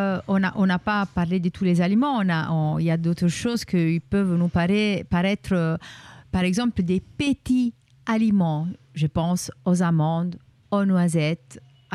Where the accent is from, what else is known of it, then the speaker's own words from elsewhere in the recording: Italy; Moi, je suis italienne